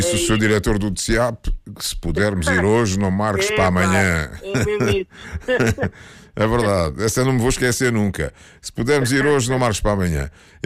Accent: Portugal; quando eu dizia que sou de Portugal

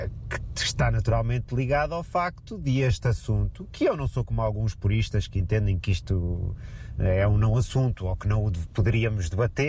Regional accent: Portugal; qualquer um de nós que tenha posto um pé fora de Portugal sabe que, se chegamos lá fora e dizemos que somos portugueses

